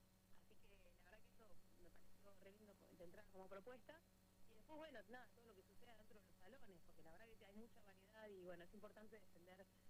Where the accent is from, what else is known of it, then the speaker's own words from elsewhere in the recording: Argentina; Vivimos gris, vivimos a veces muy tristes y nos pasan cosas muy fuertes como pueblo argentino